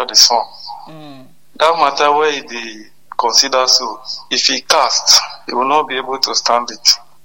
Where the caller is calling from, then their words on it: Calabar, Cross River, Nigeria; from Calabar South.